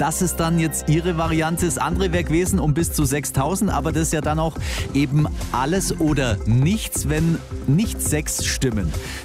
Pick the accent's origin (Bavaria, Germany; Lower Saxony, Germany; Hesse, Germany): Bavaria, Germany; Augsburg; ich bin aus Augsburg.